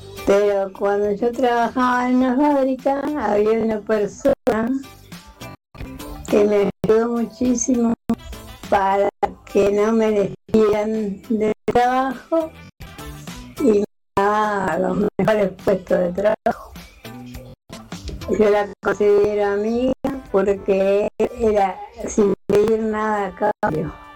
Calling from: Argentina; de Argentina.

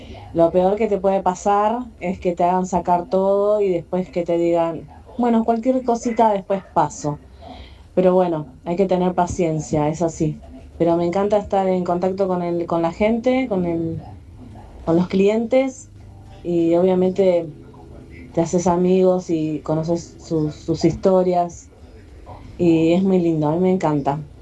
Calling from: Merlo, Buenos Aires Province, Argentina; de Merlo.

